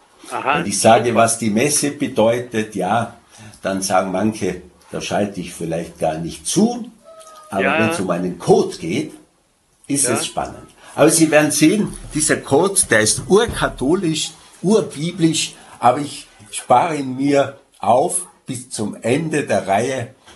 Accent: Tyrol, Austria; accent: Tyrolean; Ich bemühe mich als Tiroler, weil ich eben beim Radio bin, ein bisschen verständlich zu sprechen.

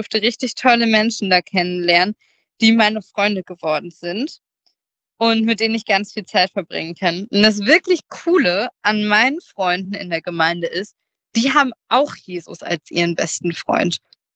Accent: Germany; moved away as an adult; now in Austria; vielleicht hört ihr schon, ich komme gar nicht aus Österreich, sondern ich komme aus Deutschland und ich wohne ziemlich weit weg. Als ich nach Österreich gekommen bin, sind wir 9 Stunden mit dem Auto gefahren

